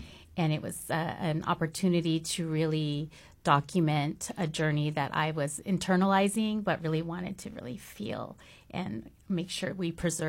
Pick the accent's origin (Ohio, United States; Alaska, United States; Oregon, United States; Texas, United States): Alaska, United States; Ketchikan; I come from Ketchikan, Alaska.